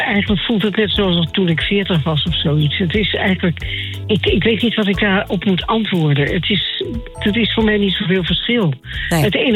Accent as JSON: {"language": "Dutch", "region": "Groningen", "country": "Netherlands", "moved": "yes", "lives_now": "Blaricum, Netherlands", "said": "Ik heb een fantastische buurt waar ik woon in Blaricum. Ik heb een goede band met de Groningers waar ik vandaan kom."}